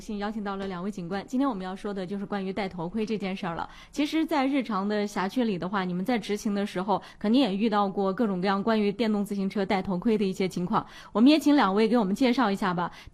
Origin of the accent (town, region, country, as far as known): Kunming, Yunnan, China